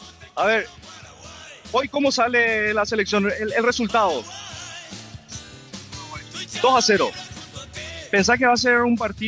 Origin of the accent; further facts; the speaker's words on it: San Lorenzo, Central, Paraguay; Yo soy lorenzano ahí.